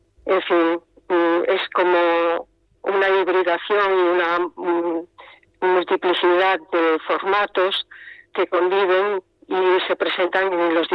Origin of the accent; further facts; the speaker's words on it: Galicia, Spain; Catalan is a second language; now in Barcelona, Spain; parlo una mica difícil, una mica català, però parlo, i sí, sí, bueno, soc en gallega, però bueno, considero de Barcelona perquè porto molts anys aquí.